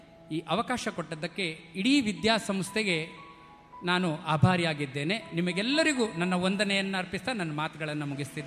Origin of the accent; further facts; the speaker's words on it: Karnataka, India; ನಮ್ಮ ಊರಲ್ಲಿ ನಿಟ್ಟೂರು ಅಂತೆಲ್ಲ ಒಂದು ಏರಿಯಾ ಇದೆ